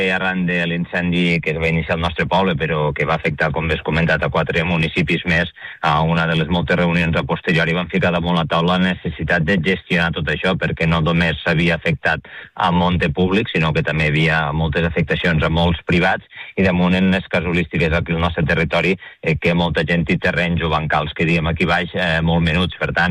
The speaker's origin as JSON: {"language": "Catalan", "town": "Paüls", "region": "Catalonia", "country": "Spain", "said": "Al meu poble, a Paüls"}